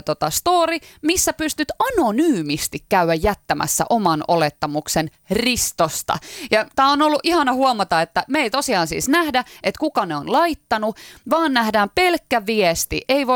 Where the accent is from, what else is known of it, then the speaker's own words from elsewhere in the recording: Savonia, Finland; mä oon Savosta